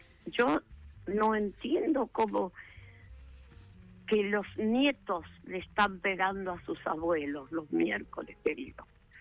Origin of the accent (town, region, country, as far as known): Villa Lugano, Buenos Aires, Argentina